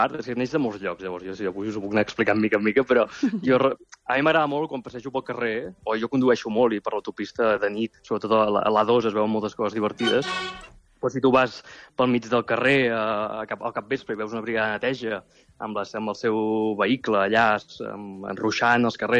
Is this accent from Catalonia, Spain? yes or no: yes; Mataró, Catalonia, Spain